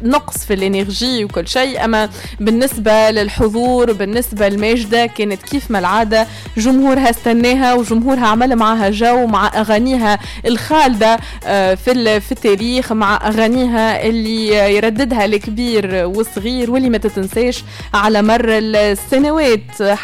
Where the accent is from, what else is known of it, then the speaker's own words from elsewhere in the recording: Tunisia; من احسن الاصوات اللي عندنا في تونس